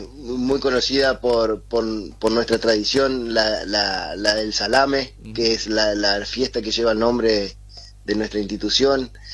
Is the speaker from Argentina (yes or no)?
yes; Chajarí, Entre Ríos, Argentina; yo soy nacido y criado acá en Chajarí, en el barrio donde lleva el nombre de nuestro club San Clemente, y he pasado toda mi vida aquí.